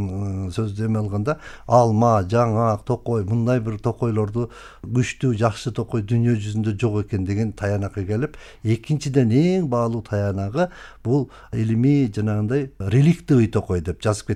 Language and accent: Kyrgyz; Arslanbob, Jalal-Abad Region, Kyrgyzstan; мен өзүм туулуп өскөн жерим Арсланбаб токой чарбасы болгондон кийин жаңакка дагы өптөн кызыгып калгам да.